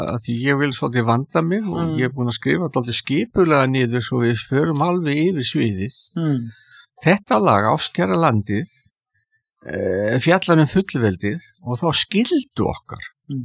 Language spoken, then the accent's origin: Icelandic; Reykjavík, Capital Region, Iceland; Ég er alinn upp í Skaftahlíðinni sem er mitt á milli þessa gamla framvallar og valsvallarins undir Öskjuhlíðinni.